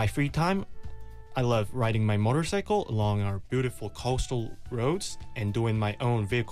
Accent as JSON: {"language": "English", "town": "Busan", "region": "South Gyeongsang", "country": "South Korea", "first_language": "Korean", "second_language": "English", "said": "philosophy here in Busan, and I have a deep passion for exploring different languages and cultures. My native language is Korean, but I also speak English and Japanese"}